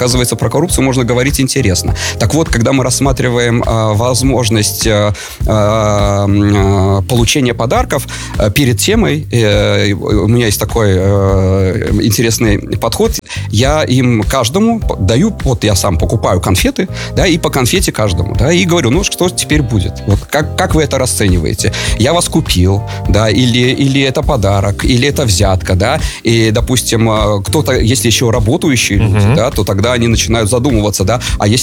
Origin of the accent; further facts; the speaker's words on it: Rēzekne, Latgale, Latvia; now in Riga, Latvia; вот город Резекне, да, я из Резекне, и вот я часто приезжаю туда, у меня родители живут там